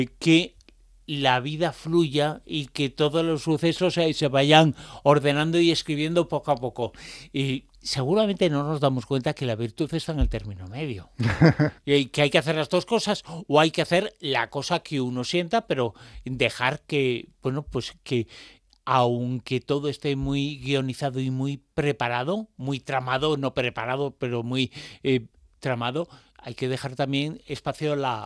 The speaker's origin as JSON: {"language": "Spanish", "region": "Galicia", "country": "Spain", "said": "como persona que soy de no exactamente de lugar, pero soy de Galicia, te das ahí cuenta que Galicia es uno de los sitios, evidentemente un gallego no puede decir lo contrario"}